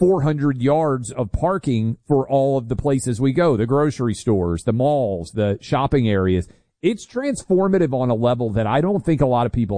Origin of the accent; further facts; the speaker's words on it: Tennessee, United States; But if 20 people die in my home state of Tennessee every day